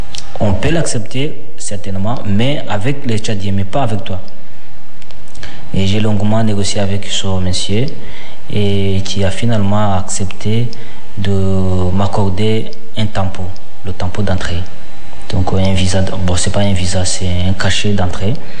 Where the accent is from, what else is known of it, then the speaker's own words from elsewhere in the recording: Rwanda; moved away; toi, tu es Rwandais